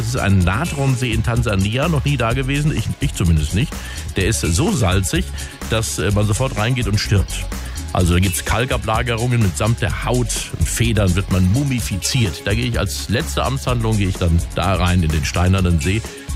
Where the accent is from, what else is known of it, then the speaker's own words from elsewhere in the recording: Germany; Solche Grammatikfallen gibt es natürlich auch im Westerwald gerade, wo ich herkomme